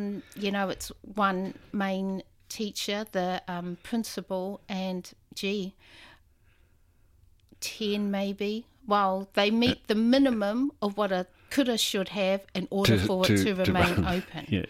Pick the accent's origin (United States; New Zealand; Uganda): New Zealand; Northland; now in Brisbane, Australia; Oh, so where I grew up, I was born and raised in Potaw, which is a small settlement on the Potaw Peninsula in Te Tai Tokerau, the northern part of Aotearoa, on the west coast.